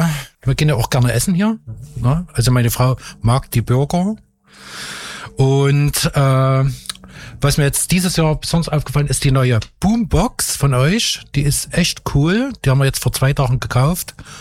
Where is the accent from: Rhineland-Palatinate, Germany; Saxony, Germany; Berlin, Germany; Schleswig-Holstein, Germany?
Saxony, Germany; Leipzig; Ich komme aus Leipzig.